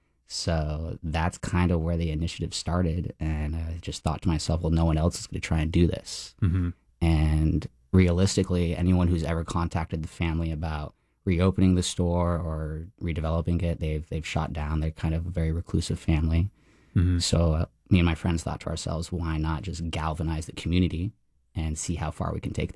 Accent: St. Petersburg, Florida, United States; So honestly, like growing up in St. Pete, there's never been a good comic book store or like indie zine shop.

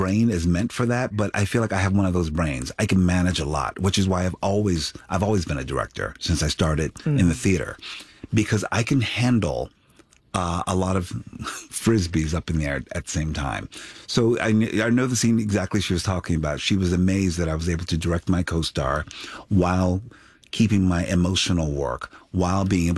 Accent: Philadelphia, Pennsylvania, United States; I come from a very humble place. I come from West Philadelphia. Inner city West Philadelphia, where, you know, a lot of blue collar folks. I was the first in my family to go to college.

